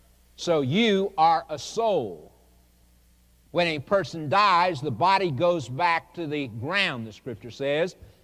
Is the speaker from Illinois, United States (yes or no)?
no; Oklahoma, United States; I grew up in Oklahoma.